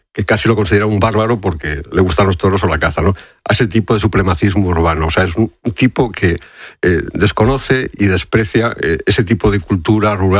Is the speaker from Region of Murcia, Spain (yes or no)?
no; Fermoselle, Castile and León, Spain; Colomba es, bueno, es un espacio imaginario, pero casualmente el barrio de mi pueblo, de Fermoselle, se llama Alto Santa Colomba.